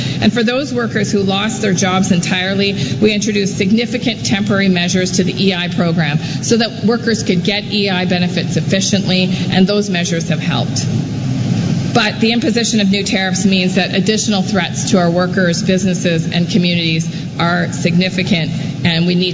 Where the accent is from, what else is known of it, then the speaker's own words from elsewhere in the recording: Ontario, Canada; In fact, I'm from Northern Ontario, and I can tell you that we've seen this in softwood lumber and in pulp and paper over many, many years.